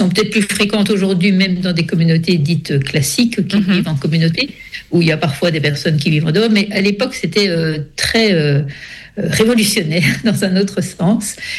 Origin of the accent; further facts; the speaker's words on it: Brussels, Brussels-Capital Region, Belgium; Je suis de Bruxelles.